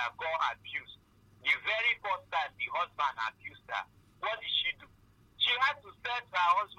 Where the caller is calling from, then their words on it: Abakaliki, Ebonyi, Nigeria; I'm calling you from Abakaliki.